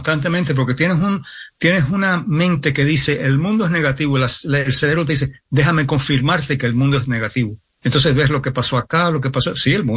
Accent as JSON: {"language": "Spanish", "town": "New York City", "region": "New York", "country": "United States", "tie": "born or raised there", "said": "Cuando yo me crié en Nueva York y vivía en un barrio donde no había muchos hispanos, mi familia es de España"}